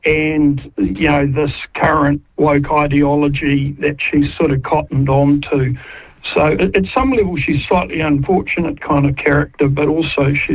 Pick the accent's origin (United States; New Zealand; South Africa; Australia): New Zealand; Hutt Valley, Wellington; I grew up in the Hutt Valley with Belinda Moffat.